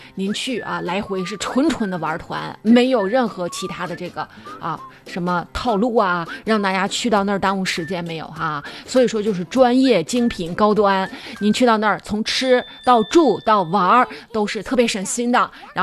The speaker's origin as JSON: {"language": "Chinese", "town": "Harbin", "region": "Heilongjiang", "country": "China", "said": "这是特别值得我们黑龙江人、哈尔滨人骄傲的事情啊"}